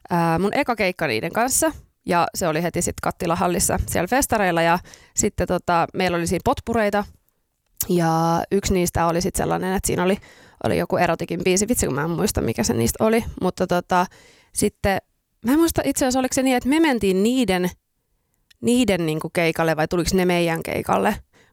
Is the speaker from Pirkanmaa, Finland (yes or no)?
no; Vantaa, Uusimaa, Finland; mä oon alunperin Vantaalta